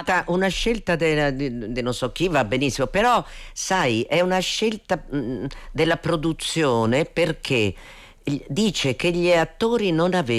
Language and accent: Italian; Florence, Tuscany, Italy; born there; io da fiorentina, sì, perché sono fiorentina, lo devo dire, perché papà fiorentino, sono nata a Firenze, però sono orgogliosa di aver avuto la mamma siciliana.